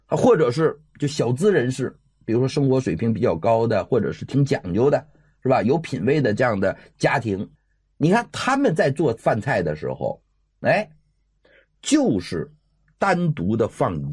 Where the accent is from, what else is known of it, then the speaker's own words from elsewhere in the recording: northern China, China; 因为我本身是北方人嘛，